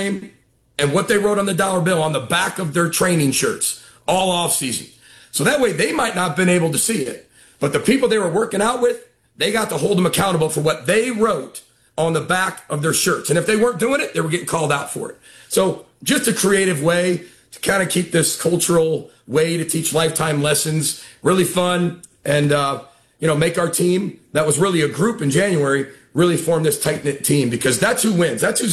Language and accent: English; Midwest, United States; I love the Big Ten. I grew up in the Midwest.